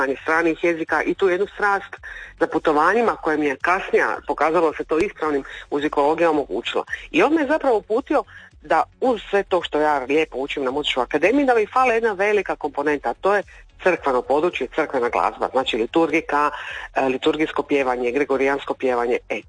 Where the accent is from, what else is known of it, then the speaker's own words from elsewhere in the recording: Sinj, Split-Dalmatia County, Croatia; ja sam rodom iz svog Sinja